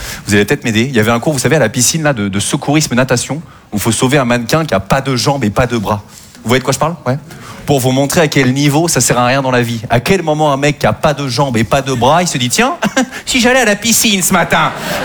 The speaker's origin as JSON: {"language": "French", "region": "Normandy", "country": "France", "said": "parce que moi je viens de Normandie et j'ai eu beaucoup de mal avec les élèves du cours Florent."}